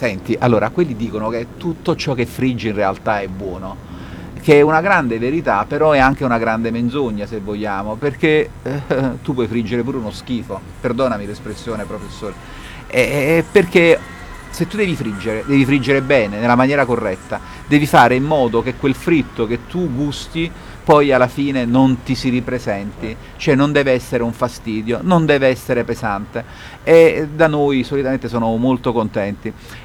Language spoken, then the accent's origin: Italian; Campania, Italy; E parliamoci chiaramente, noi siamo napoletani, siamo abituati a mangiare bene